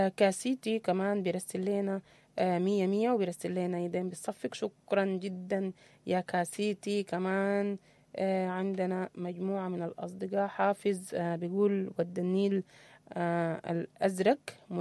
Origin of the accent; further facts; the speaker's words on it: Sudan; أنا كسوداني